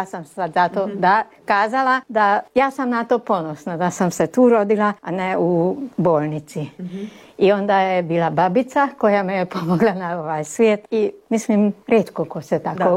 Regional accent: Udvar, Baranya, Hungary; moved away as an adult; Ja sam se tu rodila u Udvaru i u onoj kući kuda budemo ušli. Tamo sam se jedino ja rodila i na to sam ponosna, jer nisam se u bolnici rodila, već kod kuće. I meni je bilo lijepo. Moje djetinjstvo tu u Udvaru

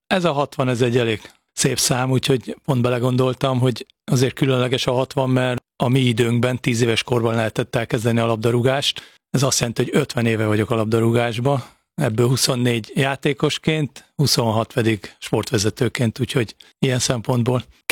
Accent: Oroszlány, Komárom-Esztergom, Hungary; born there; amikor én születtem, oroszlányon születtem, úgyhogy ez egy kisváros

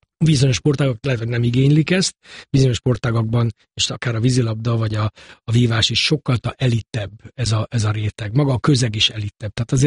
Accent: Budapest, Hungary; én a Pongrácz telepen nőttem fel 14 éves koromig, és aztán elköltöztünk egy steril környezetbe, Rákoskeresztúrra

